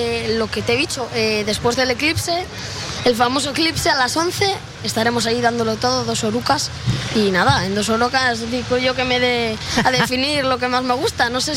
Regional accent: Cantabria, Spain; De la Joyanca, de Campo.

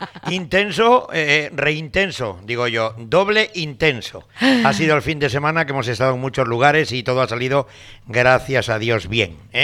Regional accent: Cantabria, Spain; soy cántabro

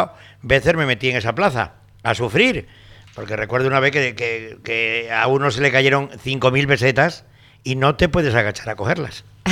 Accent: Cantabria, Spain; soy cántabro

